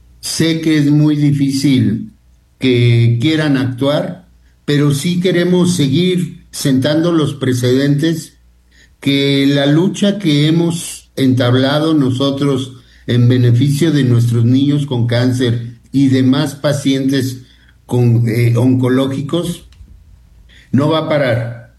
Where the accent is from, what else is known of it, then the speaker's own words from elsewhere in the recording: Mexico; como mexicanos, no podemos negar cinco pasos